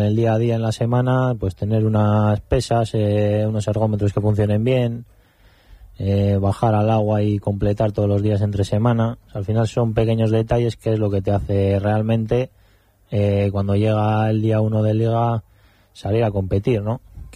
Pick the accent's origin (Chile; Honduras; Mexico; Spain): Spain; Castro Urdiales, Cantabria; todos somos de Castro